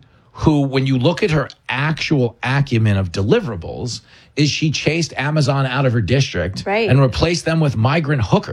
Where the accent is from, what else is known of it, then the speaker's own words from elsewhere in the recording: New York, United States; Like, so I grew up on Long Island. And I remember growing up here when I had never left here